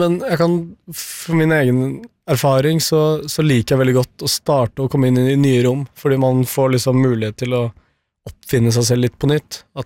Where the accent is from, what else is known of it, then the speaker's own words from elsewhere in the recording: Oslo, Norway; vi er jo fra Oslo på en måte